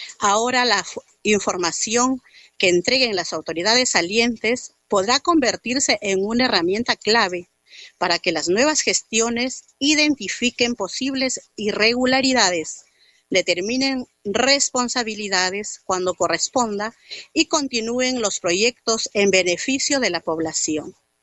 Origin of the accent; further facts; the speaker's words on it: Marmot, La Libertad, Peru; Los pueblos más alejados, olvidados, como es mi pueblo de Marmot Compín